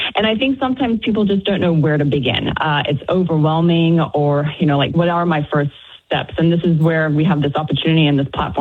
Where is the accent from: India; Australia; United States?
Australia; I'm originally actually from Australia.